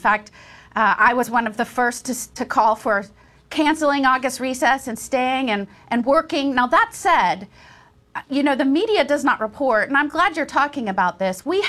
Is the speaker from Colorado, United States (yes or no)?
no; Florida, United States; I'm a mom from Florida, and I've been pushing for more daylight and later in the evening, more time outside for kids, more time in the evening.